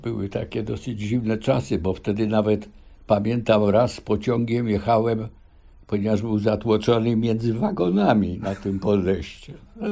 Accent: Warsaw, Masovian Voivodeship, Poland; ja, warszawiak z krwi i kości, przecież ułożyłem sobie tu już życie

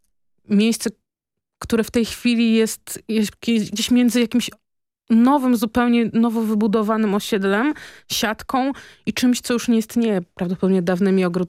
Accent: Warsaw, Masovian Voivodeship, Poland; jestem bardzo sentymentalnie związana z Żoliborzem. Urodziłam się na Żoliborzu i wychowałam.

